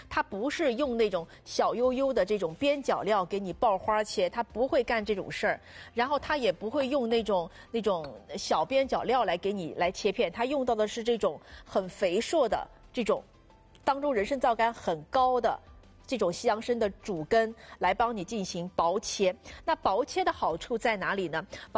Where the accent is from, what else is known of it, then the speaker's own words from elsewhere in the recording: Jiangxi, China; 我是江西人，我们江西人是很能吃辣的。